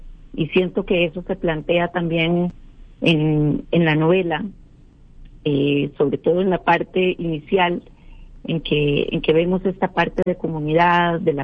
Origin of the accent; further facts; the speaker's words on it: Costa Rica; moved away as an adult; also born or lived in Washington D.C. / New York / Miami; now in Mexico; Bueno, nací en Costa Rica, de orígenes polacos austriacos. Viví después de hasta los 23 años en Costa Rica, después me fui a estudiar a Washington D.C. y hice consultoría política en Nueva York, después en Miami por un tiempo